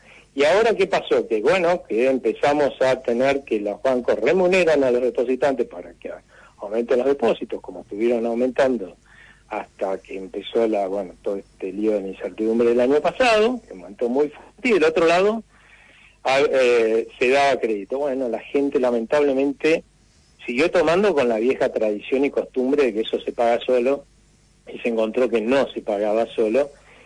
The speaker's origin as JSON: {"language": "Spanish", "country": "Argentina"}